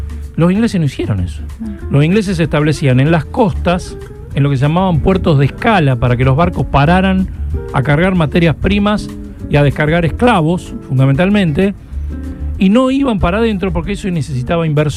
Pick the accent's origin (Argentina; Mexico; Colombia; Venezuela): Argentina